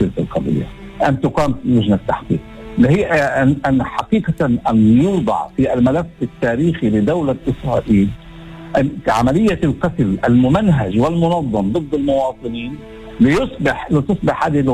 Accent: Palestine; يعني أنا فلسطيني ولكن كذلك مواطن في دولة

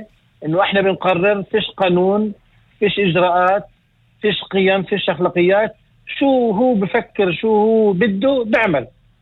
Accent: Palestine; احنا كفلسطينيين داخل اللي بنعبر الحواجز بشكل يومي بتعرض لإدلال بشكل كبير جدا.

